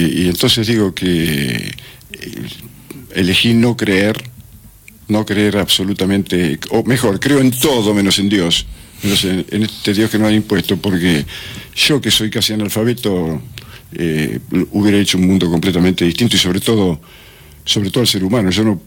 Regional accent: Argentina; yo soy hijo de una familia católica, ¿cómo se dice? Católica, apostólica y romana. No sé por qué, porque somos argentinos

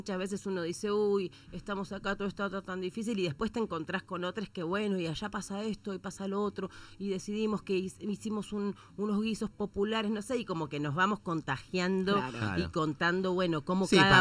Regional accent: Capilla del Monte, Córdoba, Argentina; obviamente somos de acá, de Capilla

